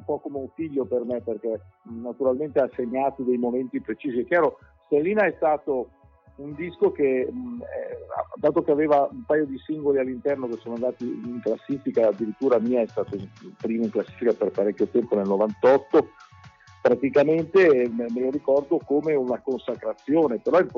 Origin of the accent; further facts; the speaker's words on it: Monza, Lombardy, Italy; giocavo nel Monza, che è la mia città natale